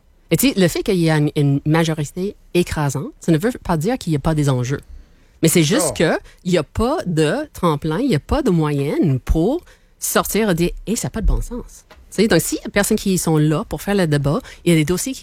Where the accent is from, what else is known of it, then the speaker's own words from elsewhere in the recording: Hamilton, Ontario, Canada; on suit un peu le modèle de LNH, mais ma ville natale a été choisie.